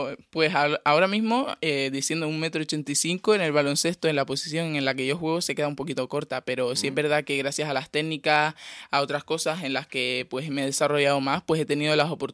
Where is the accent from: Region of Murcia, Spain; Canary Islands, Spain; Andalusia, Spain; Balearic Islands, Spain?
Canary Islands, Spain; Teror; representar a mi pueblo, Teror.